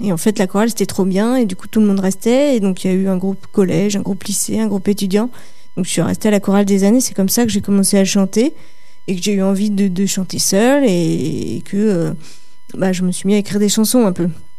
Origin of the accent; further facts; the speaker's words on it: Vénissieux, Auvergne-Rhône-Alpes, France; Moi, j'habitais à Vénissieux, j'ai grandi à Vénissieux pendant 25 ans.